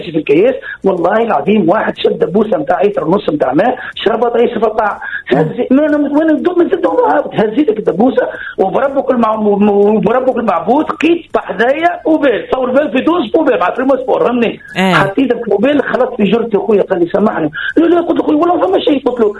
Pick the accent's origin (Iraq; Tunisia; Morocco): Tunisia; Nabeul, Nabeul Governorate; انا في نابل انا ولد نابل انا ولد نابل قبل متذكر انا صغير تراكتور نتاع بلديه بالفرش ينظف